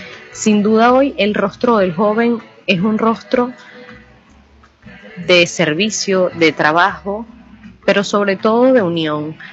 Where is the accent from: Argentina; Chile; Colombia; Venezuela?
Venezuela; Yo creo que como Iglesia venezolana estamos llamados a esto, a ponernos en camino con los jóvenes